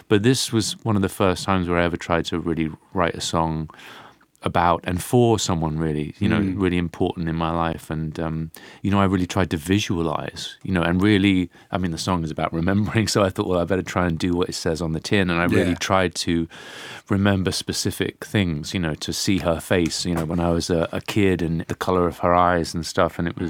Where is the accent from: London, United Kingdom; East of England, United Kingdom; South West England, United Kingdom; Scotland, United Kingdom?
London, United Kingdom; moved away as an adult; now in Los Angeles, United States; I mean, when I moved to LA when I was 18 from London and, just sort of starting out and dabbling in music.